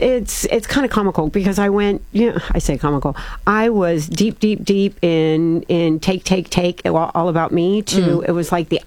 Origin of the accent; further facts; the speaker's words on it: Indiana, United States; And we grew up in Indiana. And so I knew what volunteering felt like.